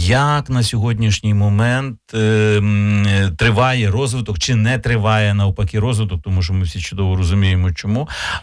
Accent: Vinnytsia, Vinnytsia Oblast, Ukraine; born there; я народився в Вінниці, і живу в Вінниці.

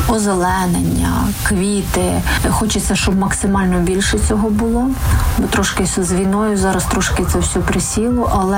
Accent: Vinnytsia, Vinnytsia Oblast, Ukraine; Вінниця – це найкраще місто в Україні для нас, бо ми є вінничани.

